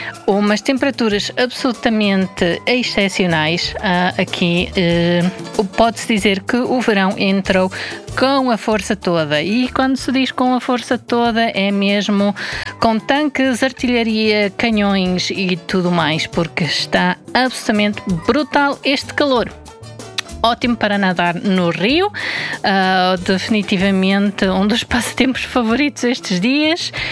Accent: Portugal; accent: Portuguese (from Portugal); now in Basel, Switzerland; A vossa voz portuguesa com o sotaque de Portugal

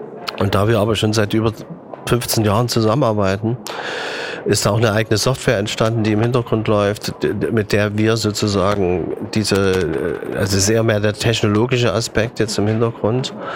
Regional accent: Germany; ich bin an der DDR groß geworden.

